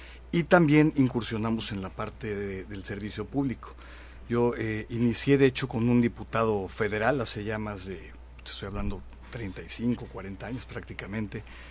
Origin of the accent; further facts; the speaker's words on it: Mexico City, Mexico; born there; also born or lived in Iguala, Guerrero; yo soy de Iguala, Guerrero, originario de Iguala. Afortunadamente pudimos salir de Iguala a muy temprana edad. Mi padre siempre estuvo incursionando en la política, entonces por cuestiones de seguridad nos fuimos a la Ciudad de México. Y ahí empezamos la parte escolar.